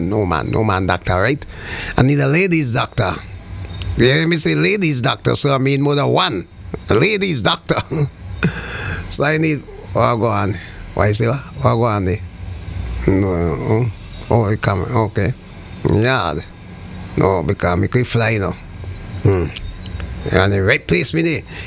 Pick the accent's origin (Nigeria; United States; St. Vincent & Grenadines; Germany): St. Vincent & Grenadines; moved away; my hometown, St. Vincent, the Grenadines